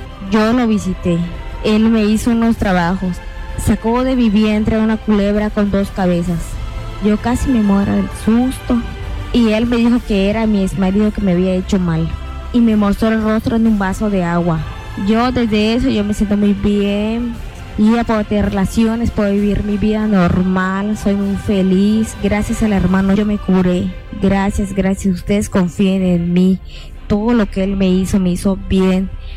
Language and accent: Spanish; Chetumal, Quintana Roo, Mexico; Yo soy de Chetumal y trabajo en el mercado.